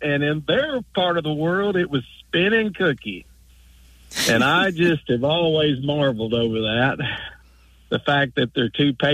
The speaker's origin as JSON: {"language": "English", "region": "the South", "country": "United States", "tie": "born or raised there", "said": "Quick backstory, growing up in the South, learning how to drive and having fun, spinning the car around in the gravel or out in the field."}